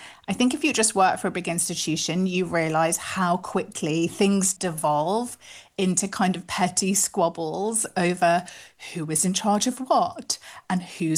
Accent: Manchester, North West England, United Kingdom; I have ancestry that's not English, even though I was born in Manchester, I've grown up here, I really couldn't imagine being a citizen of anywhere else. I don't have citizenship anywhere else.

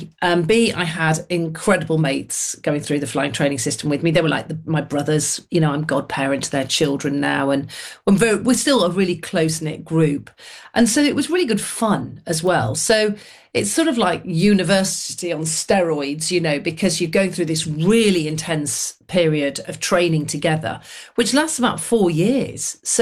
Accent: Manchester, North West England, United Kingdom; So growing up in Manchester in the 1970s

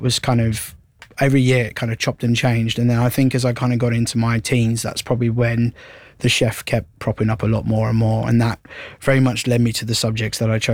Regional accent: Australia; moved away; coming from my home country.

